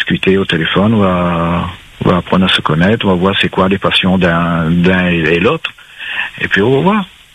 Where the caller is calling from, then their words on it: Saint-Denis, Réunion; moi je suis à Saint-Denis